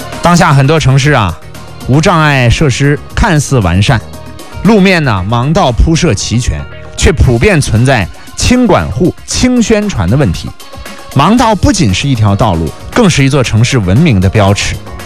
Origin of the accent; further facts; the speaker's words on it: China; 我们中国人